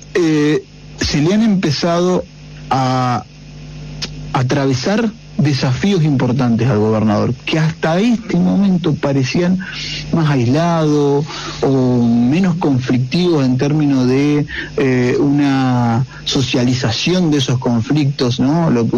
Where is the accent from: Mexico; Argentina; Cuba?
Argentina; si uno no ha vivido acá, si no lo ha percibido acá como un argentino